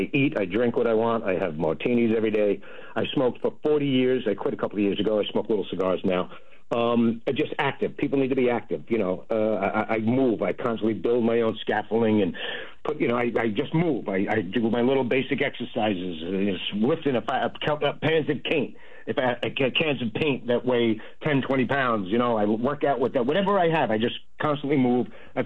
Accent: Staten Island, New York, United States; You know, I am going to miss my hometown of Staten Island because I'm there every year in the parade, small town, USA.

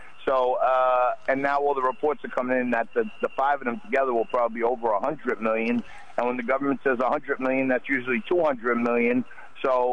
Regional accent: Staten Island, New York, United States; born or raised there; also born or lived in Manhattan

